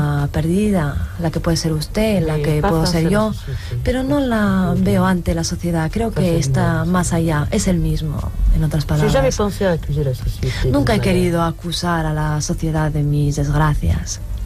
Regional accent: Vietnam; Spanish is a second language; moved away as an adult; now in France; Yo llegué a Francia a los 18 años. Hablé vietnamita tan bien como el francés durante toda mi infancia. A los 18 años me dijeron que tenía que ir a Francia y que yo era francesa. Y desde entonces ya no volví nunca allí.

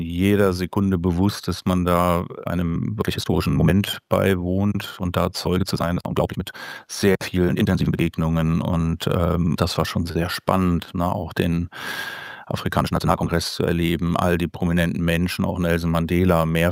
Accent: East Germany, Germany; als Ostdeutscher

